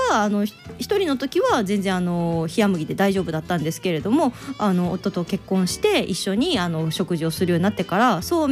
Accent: Osaka, Japan; 私大阪出身だからっていうのもあるかもしれないんですけれども、

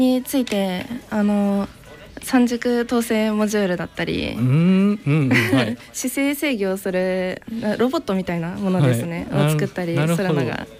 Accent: Saitama, Japan; 出身は埼玉県です。

